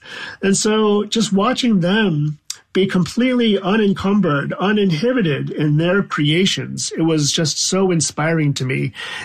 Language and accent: English; Wisconsin, United States; moved away; growing up in Wisconsin as a child of immigrants